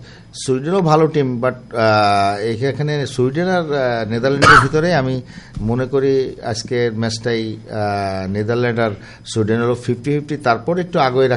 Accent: Bangladesh; আমরাও যারা বাংলাদেশের লোক আছি

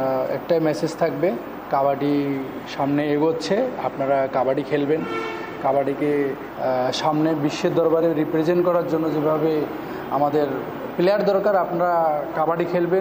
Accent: Dinajpur District, Rangpur Division, Bangladesh; আমার জন্মগ্রহণ হলো দিনাজপুর জেলায়, ওখানেই আমার শৈশবে বেড়ে ওঠা। নবীগুরু উচ্চ বিদ্যালয় আমার মাধ্যমিক এবং উচ্চ মাধ্যমিক মনমোদপুর আইডিয়াল ডিগ্রি কলেজ।

